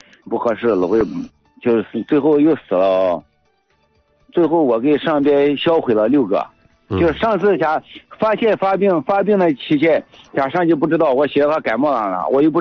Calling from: Linyi County, Shanxi, China; 我是临沂县庙上乡吉陵村的。

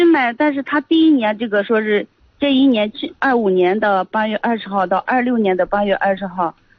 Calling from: China; 我是空港南区这边。

